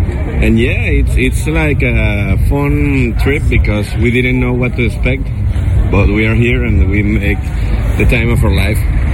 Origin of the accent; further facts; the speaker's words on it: Venezuela; now in Mexico; when I arrived to Mexico, and because I'm from Venezuela